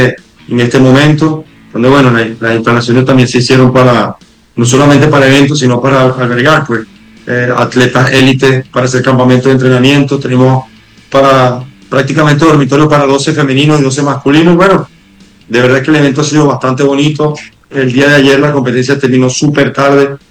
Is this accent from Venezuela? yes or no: yes; Bolívar, Venezuela; Contento de estar aquí en mi tierra